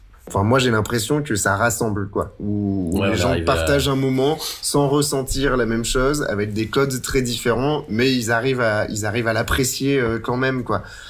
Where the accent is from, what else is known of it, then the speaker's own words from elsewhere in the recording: Saint-Étienne, Auvergne-Rhône-Alpes, France; En plus, on est stéphanois et on ose chanter en occitan, alors oulala, attention.